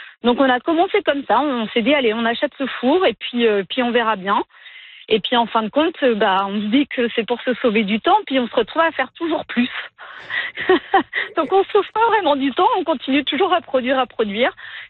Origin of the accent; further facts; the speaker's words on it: France; moved away as an adult; now in British Columbia, Canada; On est arrivé de France, le temps qu'on prenne nos marques, c'est une nouvelle vie, nouvelle culture. On est en BC, hein, donc c'est vraiment anglophone.